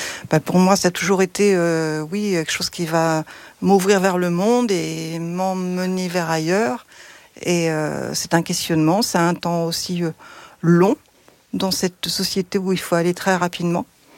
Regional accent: Pays de la Loire, France; Je viens de la Sarthe, moi.

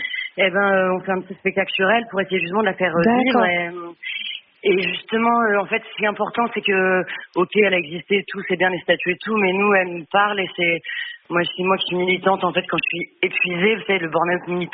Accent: Hauts-de-France, France; accent: Nord; Je le fais avec l'accent, parce que moi, je suis du Nord.

